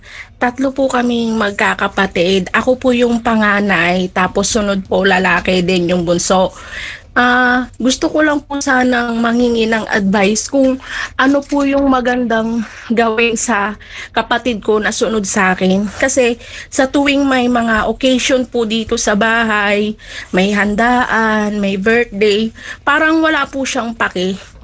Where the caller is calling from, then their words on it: Pasay, Metro Manila, Philippines; ng Pasay.